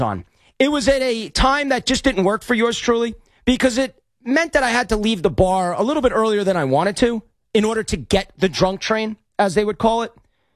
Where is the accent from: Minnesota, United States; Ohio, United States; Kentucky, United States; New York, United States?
New York, United States; Long Island; when you're growing up like me on Long Island